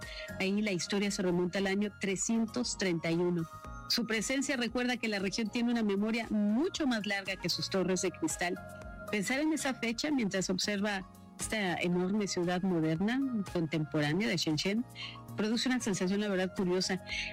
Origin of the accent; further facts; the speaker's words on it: Mexico; Para nosotros como mexicanos, para mí como mexicana